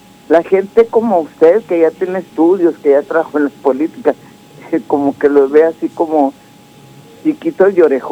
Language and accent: Spanish; Ciudad Juárez, Chihuahua, Mexico; now in United States; ahí vamos con la edad, porque yo nací en Juárez